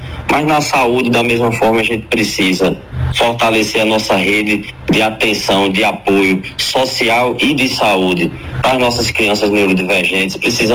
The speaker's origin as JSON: {"language": "Portuguese", "region": "Pernambuco", "country": "Brazil"}